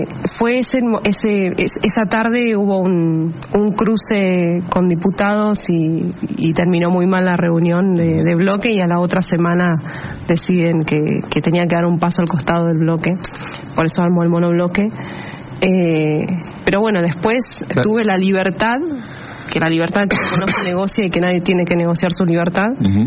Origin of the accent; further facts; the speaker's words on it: Las Heras, Mendoza, Argentina; Exactamente, en Las Heras.